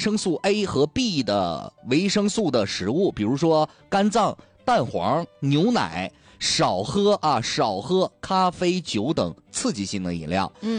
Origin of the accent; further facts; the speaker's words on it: Heilongjiang, China; 作为一个土生土长的黑龙江人啊，吃着五常大米长大的孩子